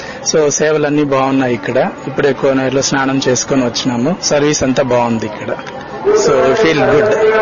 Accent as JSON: {"language": "Telugu", "town": "Tirupati", "region": "Andhra Pradesh", "country": "India", "said": "మేము తిరుపతి నుంచి వస్తున్నామండి గోదావరి పుష్కరాలకి. … తిరుపతి నుంచి ఎంఆర్పల్లి."}